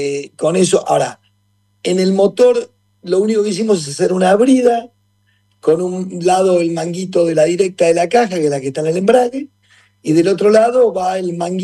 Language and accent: Spanish; Argentina; Somos argentinos